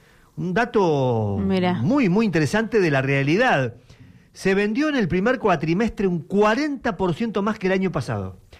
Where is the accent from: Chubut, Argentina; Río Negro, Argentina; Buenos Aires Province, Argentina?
Chubut, Argentina; Esquel; uno acá piensa en Robert y piensa en Gaiman, Dolabon, en el Valle, y dice, no … de Esquel.